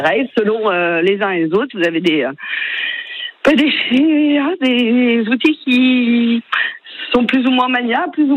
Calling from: Mauguio, Occitanie, France; je suis à Mogio

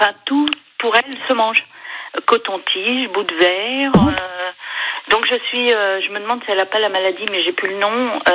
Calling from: Cherbourg, Normandy, France; Cherbourg

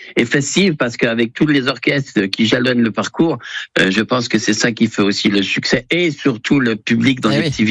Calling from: Charleville-Mézières, Grand Est, France; À Charleville-Mézières.

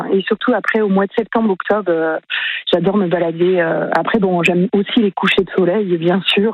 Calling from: Nouvelle-Aquitaine, France; Ben moi, je suis à Wayreleuil

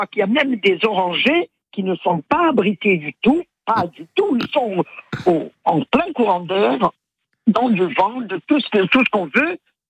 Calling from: Poggiolo, Corsica, France; Alors, je suis à Poggiolo, à 600 mètres d'altitude, Corse du Sud.

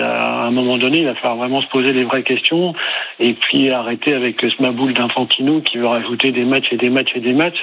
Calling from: Limoges, Nouvelle-Aquitaine, France; moi je suis pas d'Irlande mais je suis à Limoges.

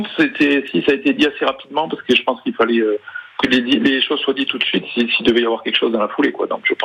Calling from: France; C'est ça, j'appelle de Poyestre.

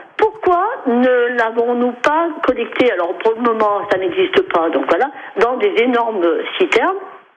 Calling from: Morestel, Auvergne-Rhône-Alpes, France; Voilà, je suis de Morestel, oui.

